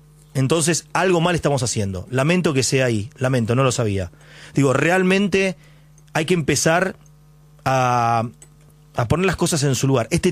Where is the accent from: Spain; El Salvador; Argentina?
Argentina; Ituzaingó, Buenos Aires Province; also born or lived in La Matanza; como yo soy el conurbano, nací en La Matanza, me siento Ituzaingó porque viví toda la vida en Ituzaingó, y soy del conurbano